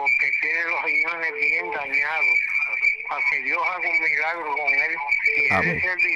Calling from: Fajardo, Puerto Rico; Me llamo de Fajardo por la 92.1. Otra vez

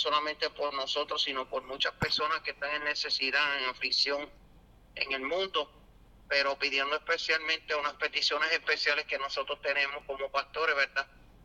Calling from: Barceloneta, Puerto Rico; Somos de Barceloneta, escuchamos la emisora

